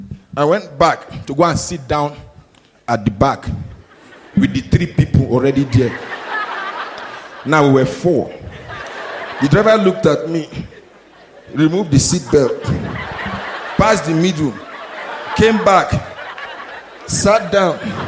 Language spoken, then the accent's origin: English; Nigeria; And the next thing I thought about, I'm Nigerian.